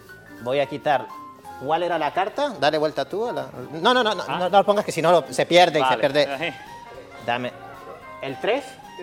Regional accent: Honduras; Honduras, sí, sí.

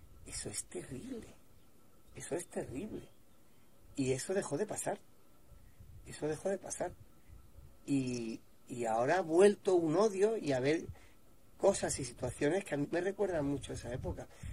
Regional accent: Spain; si facha es sentirme orgulloso de ser español, entonces soy facha

